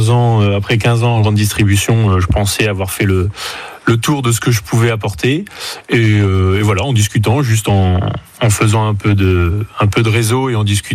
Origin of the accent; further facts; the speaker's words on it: Saint-Lô, Normandy, France; Non, bah, nous, on est de Saint-Lô depuis tout jeune. Donc voilà, on sait ce qui est déjà en place à Saint-Lô, on sait ce qui peut manquer aussi.